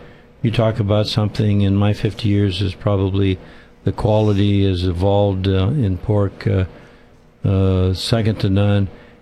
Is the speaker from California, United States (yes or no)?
yes; California, United States; I grew up in a very similar situation, out of my mom and dad's ranch east of Santa Maria, where I was raised.